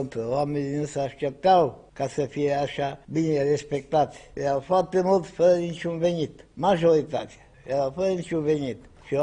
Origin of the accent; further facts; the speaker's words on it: Bihor County, Romania; Din Bihor.